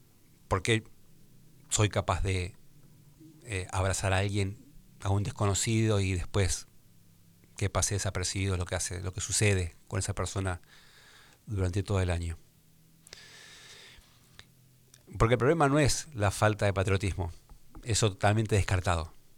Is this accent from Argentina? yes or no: yes; Argentina; Así somos los argentinos.